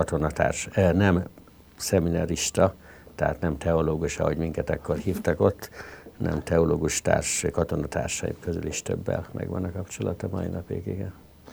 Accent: Budapest, Hungary; born there; also born or lived in India / Esztergom; Valóban Budapesten születtem, de egész fiatal koromban, 10 és 14 éves korom között édesapám kohomérnök volt, és az egész család Indiában élt.

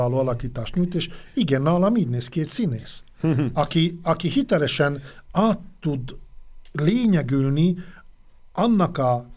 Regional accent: Hungary; accent: Palóc; Kezdjük azon, hogy én most milyen nyelven beszélem ezt a néhány mondatot. Hogy én palócosan beszélek

